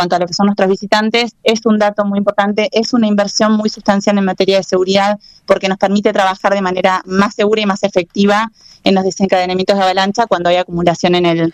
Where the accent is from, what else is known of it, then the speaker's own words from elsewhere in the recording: Esquel, Chubut, Argentina; yo nací y crecí en Esquel